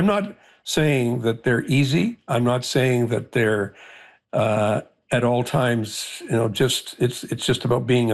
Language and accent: English; Canada; we could actually deal with the security situations in which we find ourselves as Canadian members of a mission